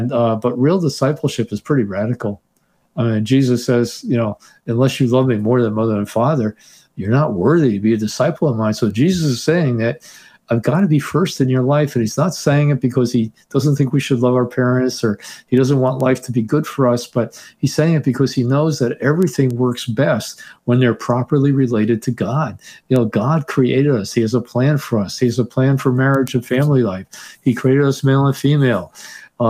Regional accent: Teaneck, New Jersey, United States; born or raised there

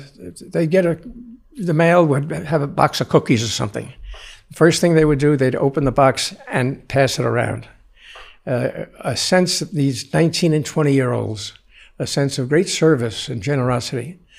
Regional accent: New York City, New York, United States; I grew up in the Bronx, and everything revolved around the parish, and the priest was the leader.

